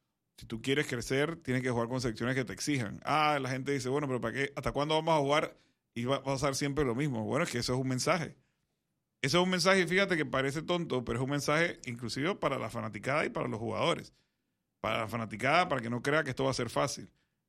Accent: Panama; siempre tenemos esa tendencia como panameños a contar los pollitos antes de que nazcan.

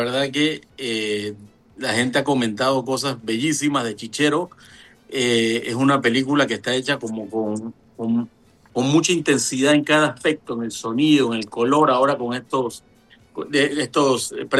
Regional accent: Panama; como somos los panameños

